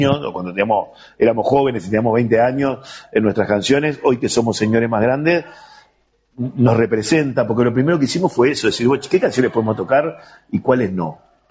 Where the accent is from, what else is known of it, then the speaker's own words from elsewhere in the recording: Montevideo, Uruguay; Nosotros somos de Millán y Lecó, con Leo, que es el otro integrante, junto con Juan Carlos, que es del Cerro. Somos del oeste de Montevideo